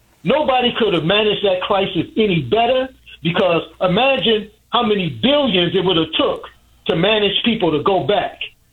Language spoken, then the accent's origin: English; Chicago, Illinois, United States; I grew up in Chicago during the 70s and 80s.